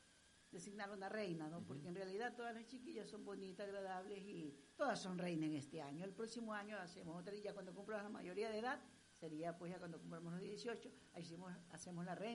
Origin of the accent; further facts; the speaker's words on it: Ecuador; Somos bien ecuatorianos